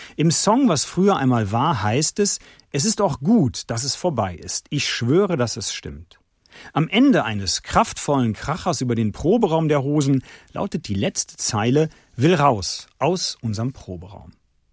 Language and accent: German; Düsseldorf, North Rhine-Westphalia, Germany; Ich bin Düsseldorfer und liebe meine Heimat.